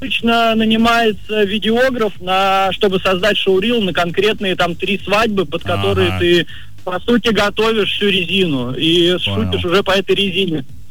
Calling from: Moscow, Russia; я из Москвы.

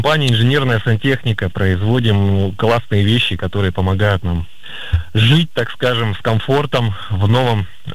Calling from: Chelyabinsk, Chelyabinsk Oblast, Russia; Я из Челябинска

